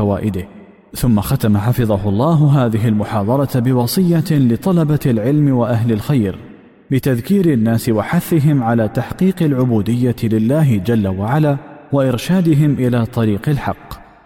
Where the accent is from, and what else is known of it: Libya